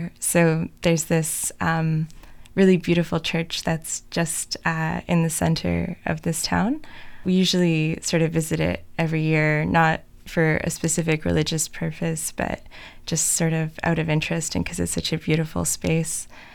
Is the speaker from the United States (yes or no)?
no; Latvia; now in Kingston, Canada; I'm from Latvia, and I took some of the Zooms with me back home over Christmas break